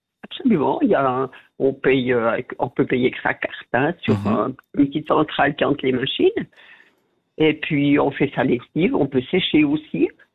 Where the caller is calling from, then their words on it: La Chaux-de-Fonds, Neuchâtel, Switzerland; j'habite à La Chaux-de-Fonds.